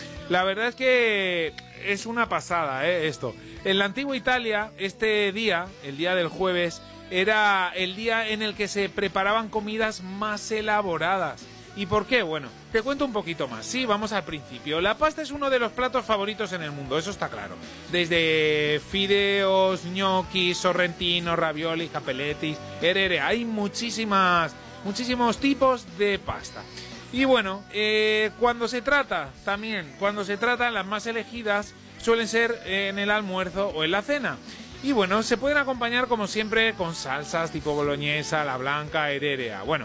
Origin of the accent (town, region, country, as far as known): Spain; now in Paraguay